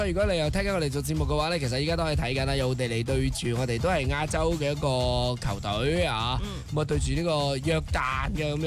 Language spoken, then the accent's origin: Cantonese; Guangdong, China; 所以我哋广东人好 peace 嘅